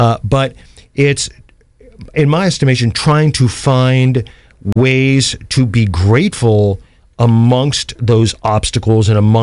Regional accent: Ohio, United States; moved away; having moved away from this area, I mean, I'm from Northeast Ohio, it can be, you know, musically a pretty conservative area.

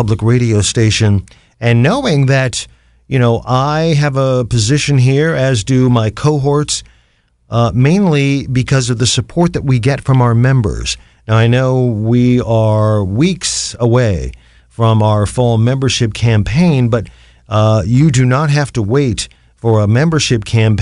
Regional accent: Canton, Ohio, United States; for Akron and my hometown of Canton, the Hall of Fame City

